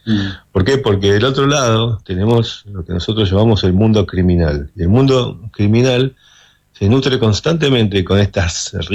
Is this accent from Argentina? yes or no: yes; Argentina; somos argentinos